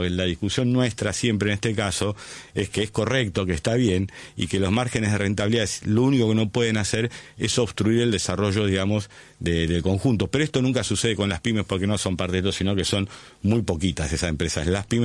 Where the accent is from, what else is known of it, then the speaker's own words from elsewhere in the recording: Argentina; Sí sé que en mi país, cada vez que quisieron aplicar estos modelos económicos, no funcionan por las propias características de nuestro país. Uh-huh. Y si la dictadura no pudo hacer funcionar este modelo económico y le entregó al presidente Alfonsín la Argentina